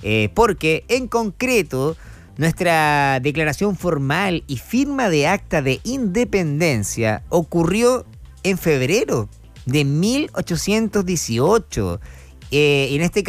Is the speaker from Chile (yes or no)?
yes; Chile; somos distintos, por eso somos chilenos y por eso nos gusta ser chilenos, porque le damos vuelta ahí a las cosas.